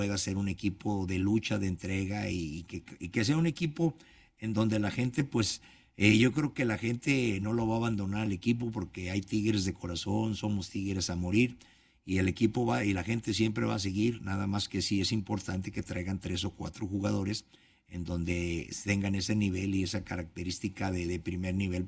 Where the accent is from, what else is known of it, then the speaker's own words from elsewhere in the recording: Morelia, Michoacán, Mexico; now in Monterrey, Mexico; Yo soy de Morelia, pero estoy enamorado de Monterrey porque me ha tratado bien. Me ha dado la oportunidad de mi familia, de vivir aquí, de estar aquí